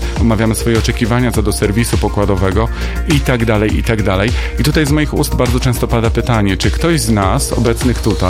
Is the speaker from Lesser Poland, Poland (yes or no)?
yes; Nowy Sącz, Lesser Poland, Poland; I ja powiedziałem, że faktycznie urodziłem się w Nowym Sączu i to moje rodzinne miasto, do którego zawsze z sentymentem wracam.